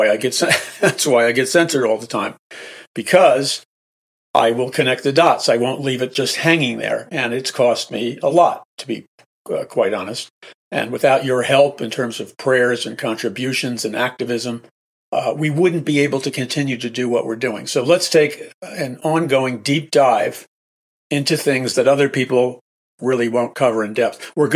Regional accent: New York City, New York, United States; All my life growing up in New York City, and New York City, you know, this is not a matter of wanting to be in the most important city versus not being in the most important city.

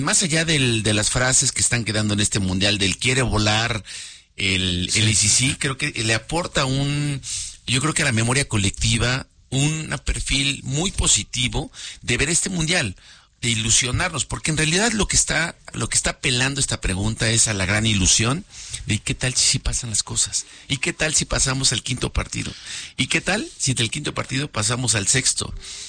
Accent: Mexico

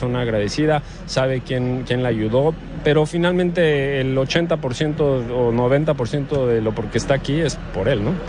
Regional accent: Mexico

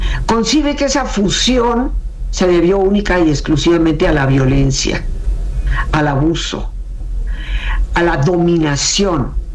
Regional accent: Mexico; Y como raza, como mexicanos, somos el resultado de esa fusión entre dos culturas, entre dos colores de piel, entre diferentes creencias que finalmente se fusionaron en una sola

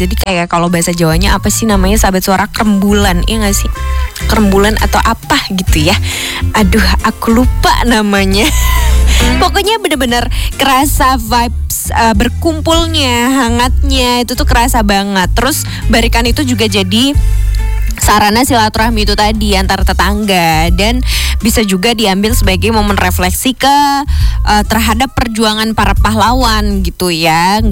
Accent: Indonesia

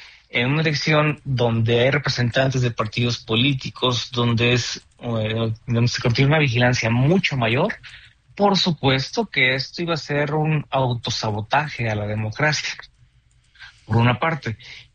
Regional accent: Mexico; como los mexicanos y las mexicanas la conocemos hoy en día

